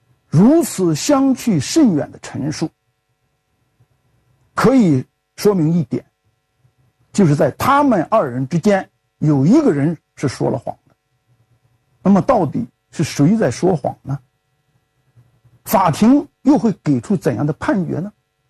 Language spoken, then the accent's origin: Chinese; China; 我们中国人